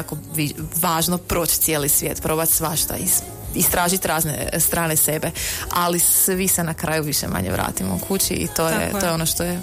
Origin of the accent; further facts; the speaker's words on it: Slavonia, Croatia; kod nas u Slavoniji jako poznata, odrasla sam uz njene taktove